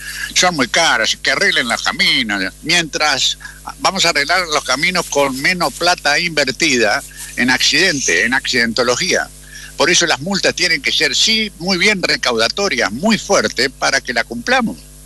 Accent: Argentina; es a causa de cómo somos los argentinos

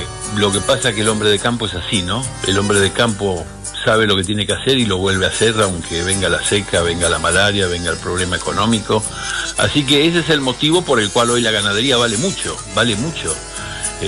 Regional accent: Argentina

